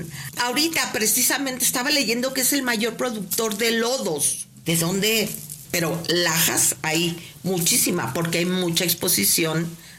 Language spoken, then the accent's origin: Spanish; Chihuahua, Mexico; born there; Bueno, yo lo amo, toda esa parte, porque yo soy del norte, yo nací en Chihuahua.